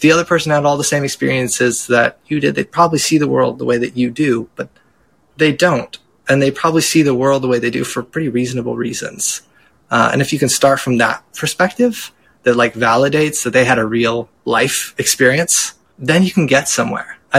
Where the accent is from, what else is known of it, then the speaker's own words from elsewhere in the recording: San Diego, California, United States; But I grew up in San Diego. And if you're familiar with Southern California, we have a lot of fires and increasingly a lot of fires.